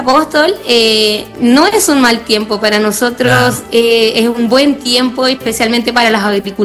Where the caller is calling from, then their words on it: Ovalle, Coquimbo, Chile; nosotros acá en Ovalle estamos